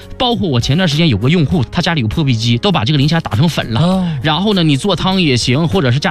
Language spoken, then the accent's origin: Chinese; Dalian, Liaoning, China; accent: Dalian; 包完之后用我们大连话说是流线流线的